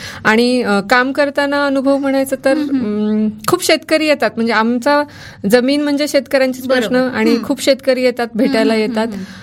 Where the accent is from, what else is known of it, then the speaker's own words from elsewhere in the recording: Barshi, Maharashtra, India; तर ती आमची भगवंताची बार्शी आहे. माझं बालपण 12वीपर्यंतचं शिक्षण तिथेच झालेलं आहे.